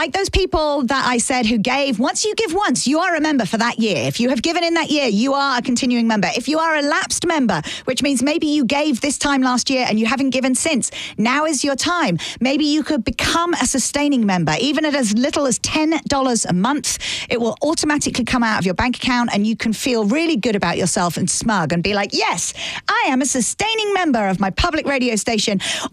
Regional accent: England, United Kingdom; now in United States; I'm English.

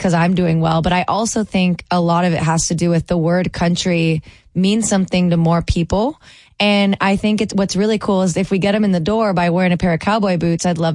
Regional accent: Georgia, United States; also born or lived in El Salvador; I'm from El Salvador and I grew up in Georgia for the most part.

